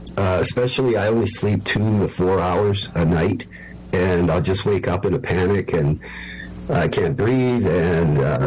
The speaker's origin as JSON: {"language": "English", "country": "Canada", "said": "I know, but it was American beer, and I'm Canadian, so"}